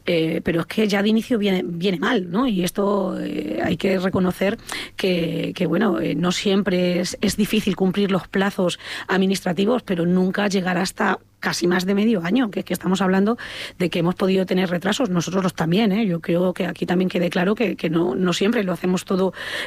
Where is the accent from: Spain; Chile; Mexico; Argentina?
Spain; Talavera de la Reina, Castilla-La Mancha; estamos pagando los talaveranos en la ciudad de Talavera